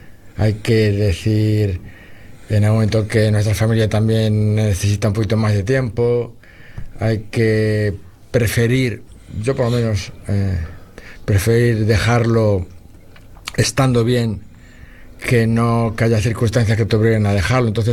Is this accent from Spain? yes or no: yes; Cardeñosa, Castile and León, Spain; en mi pueblo, en Cardeñosa